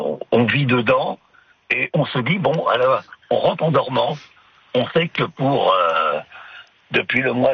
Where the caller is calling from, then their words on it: Yukon, Canada; je vis au nord du 60e parallèle, au Yukon.